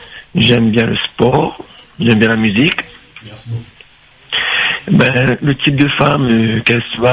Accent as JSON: {"language": "French", "town": "Saint-Denis", "country": "France", "said": "Je suis de Saint-Denis."}